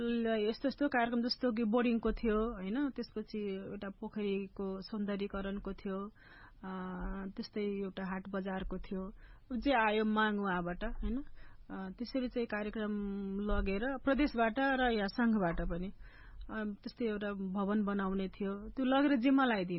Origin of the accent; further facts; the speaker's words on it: Madhesh Province, Nepal; हाम्रो सबै मधेसको घरमा कुलदेवताको स्थापना भएको हुन्छ।